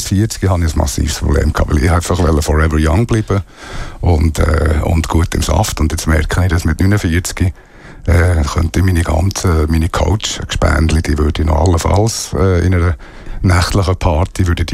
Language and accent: German; Thun, Bern, Switzerland; born there; also born or lived in Ticino / Trub; Ich bin in Thun aufgewachsen und ich bin im Tessin aufgewachsen.